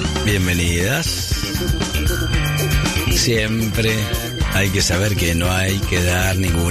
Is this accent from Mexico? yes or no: no; Argentina; Somos argentinos